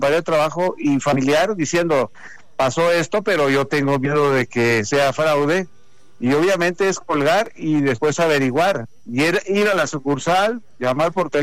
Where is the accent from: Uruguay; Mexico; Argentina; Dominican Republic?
Mexico; como muchas mexicanas y mexicanos